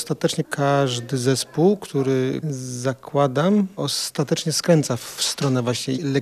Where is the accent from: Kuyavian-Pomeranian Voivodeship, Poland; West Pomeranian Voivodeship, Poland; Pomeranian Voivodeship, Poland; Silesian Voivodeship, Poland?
Silesian Voivodeship, Poland; pochodzę z Górnego Śląska ma tutaj znaczenie, bo na Górnym Śląsku dominuje właśnie jakiś taki sowizdżalsko-heheszkowaty klimat w każdej sytuacji. Chyba wynika to z dość mocnego wpływu czeskiej kultury na ten region.